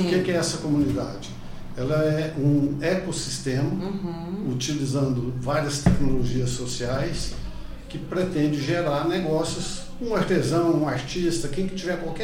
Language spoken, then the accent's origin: Portuguese; Candeias, Minas Gerais, Brazil; now in Divinópolis, Brazil; porque eu adotei a cidade e fui adotado. Eu não sou daqui, sou de Candeias.